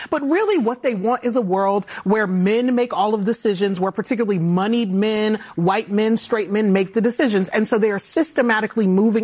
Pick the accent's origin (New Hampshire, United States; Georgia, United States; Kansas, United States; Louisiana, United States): Louisiana, United States; I mean, I am from Louisiana.